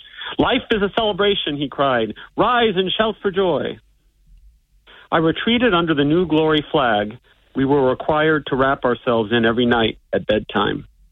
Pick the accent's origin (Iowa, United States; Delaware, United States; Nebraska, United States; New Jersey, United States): Iowa, United States; Davenport; now in Staten Island, New York, United States; I grew up on the Mississippi River in urban Iowa, and it was nothing like the bucolic area that people in other parts of the country might think.